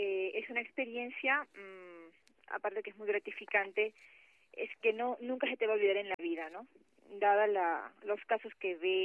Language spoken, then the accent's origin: Spanish; Lima, Peru; Yo soy de Lima, Perú